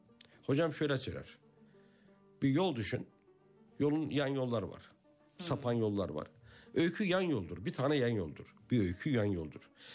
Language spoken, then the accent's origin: Turkish; Black Sea Region, Turkey; born there